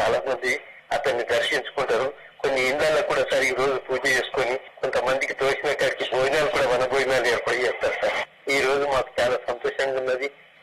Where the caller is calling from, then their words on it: Nyamganj, Telangana, India; నిజామాబాద్ జిల్లా సిరికొండ మండలం న్యామగంజ్ నుంచి … మాట్లాడుతున్నారు సార్.